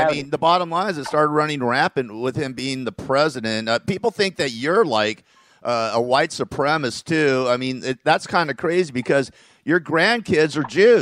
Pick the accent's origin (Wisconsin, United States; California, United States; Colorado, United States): California, United States; we had these terrible wildfires here in Southern California. My hometown basically almost, you know, burned down.